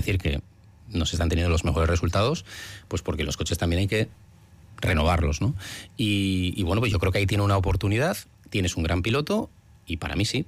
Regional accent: Basque Country, Spain; yo soy una persona de orden, como buen vasco, pues oye, ¿puedo invitar?

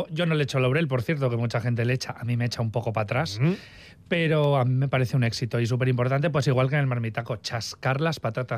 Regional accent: Asturias, Spain; moved away; yo tengo que tirar para mi tierra. Claro, no tiro para Asturias

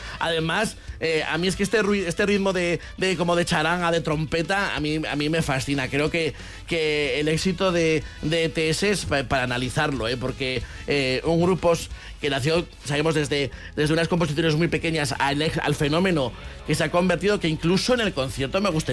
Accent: Basque Country, Spain

